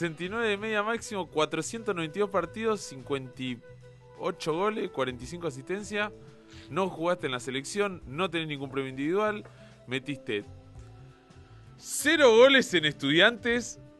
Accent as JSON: {"language": "Spanish", "country": "Argentina", "said": "Soy argentino hasta los huevos."}